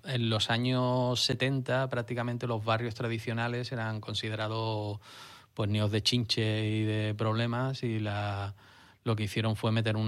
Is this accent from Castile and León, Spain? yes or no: no; San Fernando, Andalusia, Spain; El hospital donde yo nací, el barrio donde yo me crié, el patio en el que yo jugaba, la guardería a la que yo iba.